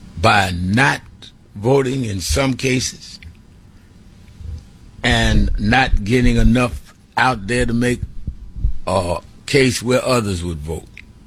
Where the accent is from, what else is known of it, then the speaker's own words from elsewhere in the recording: Brooklyn, New York, United States; born there; I was born in Brooklyn, but I visited there several times.